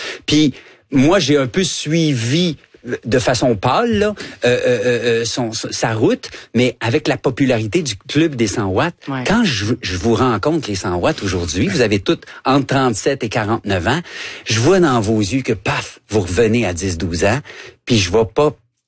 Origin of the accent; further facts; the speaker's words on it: Guadeloupe; Un peu de la Guadeloupe, mais quand j'étais jeune en Guadeloupe, c'est que je travaillais sur une plage.